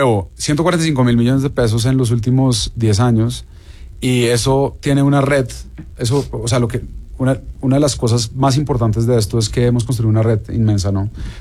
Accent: Mexico; porque de nuevo, a los mexicanos y mexicanas nos gusta, porque yo me siento muy mexicano, nos gusta mucho comprar con colmillo, ¿no?

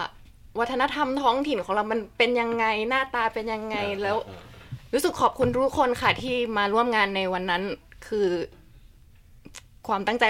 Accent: Udon Thani, Thailand; now in Brisbane, Australia; ก็มีซ้อมค่ะแต่โดยพื้นฐานก็คือหนูเป็นคนจังหวัดอุดรธานีอยู่แล้วคือเป็นตำนานคำชะโนดเลย

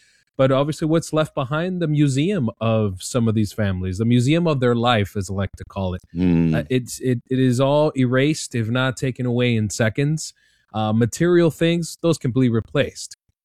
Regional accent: Colombia; now in South Florida, United States; Francesca is actually from my hometown in Colombia. I'm Colombian myself

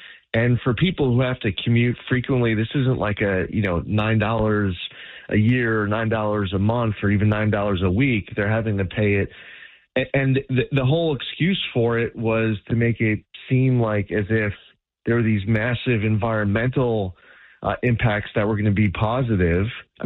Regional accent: New York, United States; It's just as sad as a New Yorker.

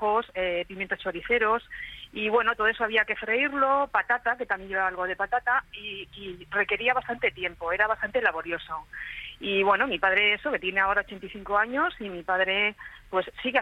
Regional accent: Madrid, Community of Madrid, Spain; yo empezar diciendo que yo no soy de Tudela, yo soy madrileña, uh-huh. Pero mi padre y mi abuela materna eran de aquí, de Navarra.

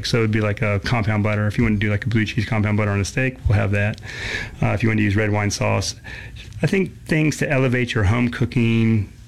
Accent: California, United States; moved away; growing up in California

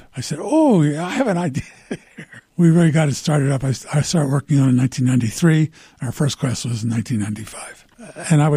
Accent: Philadelphia, Pennsylvania, United States; born or raised there

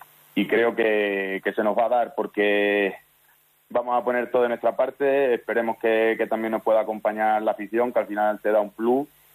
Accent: Extremadura, Spain; toda mi carrera deportiva está siendo aquí, en mi pueblo, en mi equipo

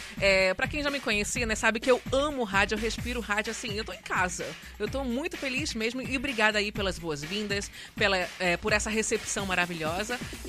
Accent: Rio de Janeiro, Brazil; born there; Nasci no Rio e vim pra cá.

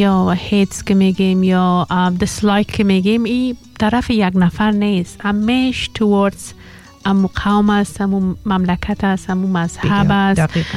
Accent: Afghanistan

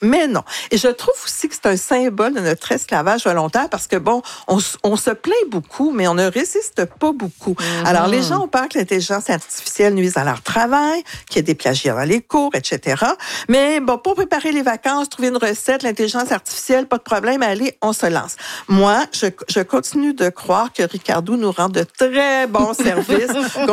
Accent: Quebec, Canada

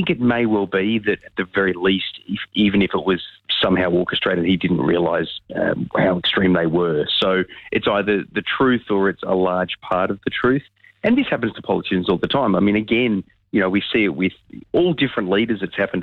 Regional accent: Sydney, New South Wales, Australia; also born or lived in Western Australia; I'm from Sydney, but spent a lot of time in WA, but don't go for the Dockers.

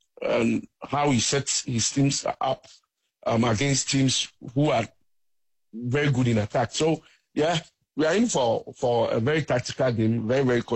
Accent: Ghana; I'm a Ghanaian, so I would want Ghana to win.

